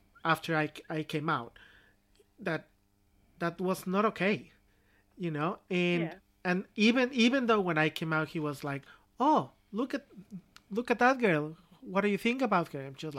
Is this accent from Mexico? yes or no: yes; Mexico; moved away; when I grew up back in Mexico